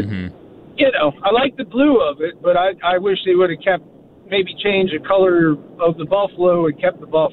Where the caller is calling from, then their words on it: Pittsburgh, Pennsylvania, United States; Hey, I'm driving up from Pittsburgh, coming up to the game, man.